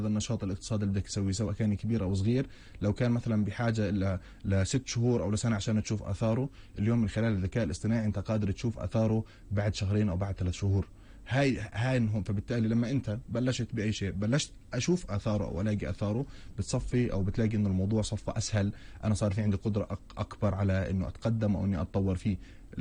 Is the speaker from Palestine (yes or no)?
yes; Palestine; احنا كفلسطينيين